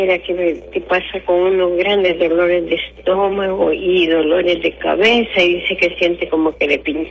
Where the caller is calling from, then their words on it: Tegucigalpa, Francisco Morazán, Honduras; De Colonia El Cortijo